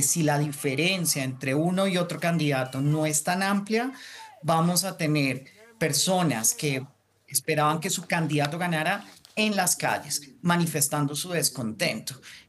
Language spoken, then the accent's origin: Spanish; Colombia; como colombianos y colombianas